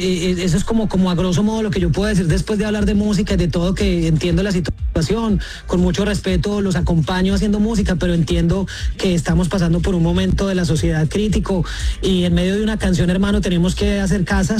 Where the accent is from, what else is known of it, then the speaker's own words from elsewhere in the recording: Colombia; ahí es donde empezamos a batallar como colombianos